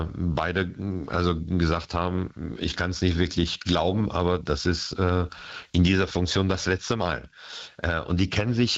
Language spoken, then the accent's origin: German; Paris, Île-de-France, France; born or raised there